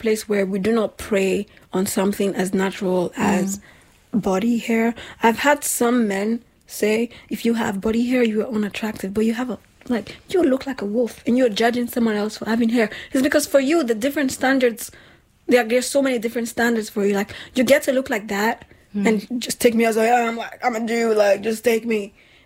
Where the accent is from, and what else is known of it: Nigeria; born or raised there; now in Europe